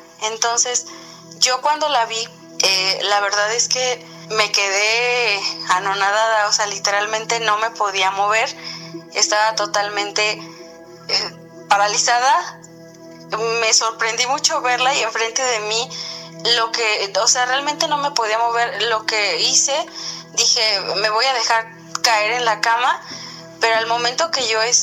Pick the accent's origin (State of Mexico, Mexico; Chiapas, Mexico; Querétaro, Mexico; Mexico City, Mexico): Querétaro, Mexico; soy del estado de Querétaro.